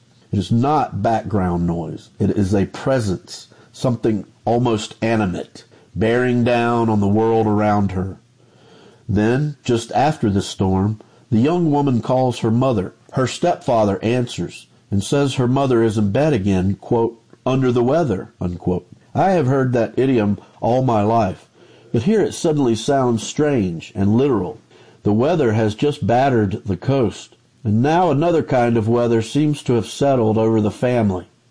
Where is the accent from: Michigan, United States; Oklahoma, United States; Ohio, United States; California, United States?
Oklahoma, United States; Goodwill; from Goodwill, Oklahoma